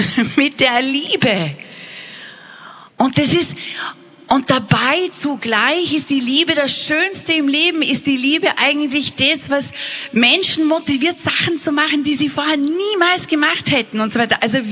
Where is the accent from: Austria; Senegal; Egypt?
Austria; wir sind Österreicher, natürlich haben wir Englisch gelernt.